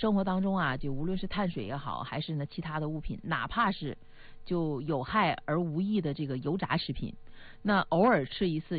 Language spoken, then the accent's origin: Chinese; Northeast China, China; accent: Northeastern; 用咱们东北话说，那得卡卡吸收